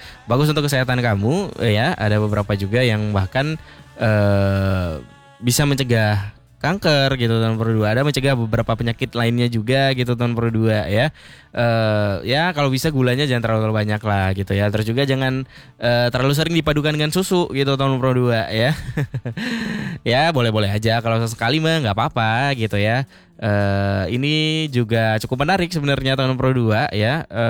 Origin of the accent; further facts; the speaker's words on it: Aceh, Indonesia; kita sebagai orang Aceh